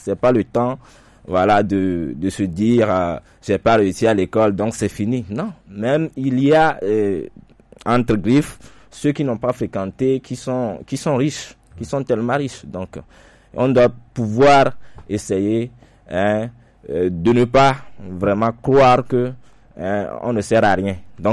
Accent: Togo; nous, en tant que Togolais

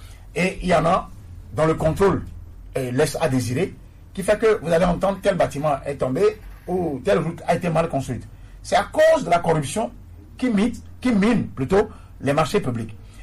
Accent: Togo; chez nous au Togo

